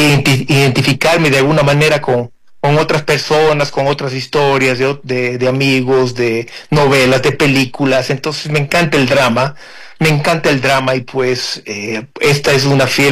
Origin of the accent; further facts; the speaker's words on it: Ecuador; me vayan ya identificando como artista ecuatoriano